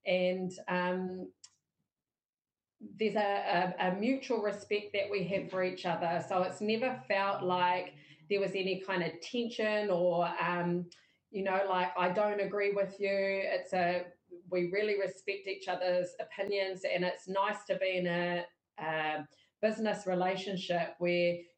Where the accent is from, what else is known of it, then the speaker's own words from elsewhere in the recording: Northland, New Zealand; now in Whangarei, New Zealand; noho ana au ki Whangarei. … I am a proud Northland bred wahine Māori, born and bred in Taitokerau, Northland girl through and through.